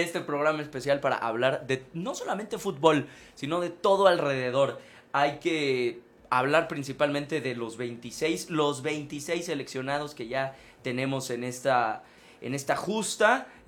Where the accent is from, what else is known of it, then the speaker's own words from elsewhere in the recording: Mexico; moved away; yo soy de pueblo, de San Luis